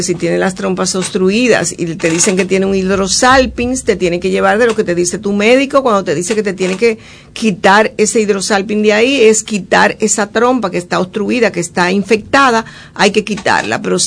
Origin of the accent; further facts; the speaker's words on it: Dominican Republic; moved away; also born or lived in Spain; esos somos los dominicanos, por eso somos dominicanos, por ser tan joviales